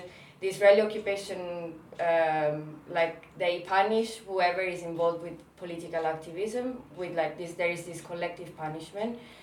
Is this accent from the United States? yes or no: no; Italy; I'm an activist from Italy, and I've been with the International Solidarity Movement, or ISM, for a few years now.